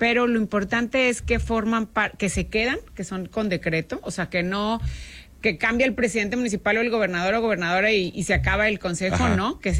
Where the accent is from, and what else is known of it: Nuevo León, Mexico